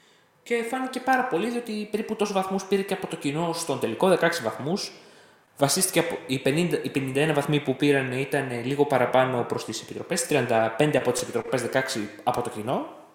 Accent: Greece; που αρχίζαμε και εμείς σαν Έλληνες να το πιστεύουμε

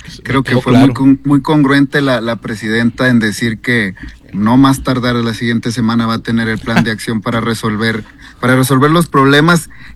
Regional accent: Mexico; todos somos mexicanos en esta mesa

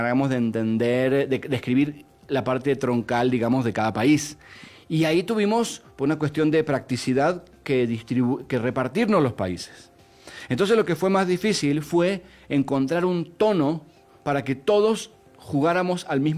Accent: Argentina; Yo soy argentino, pero me río mucho de los argentinos.

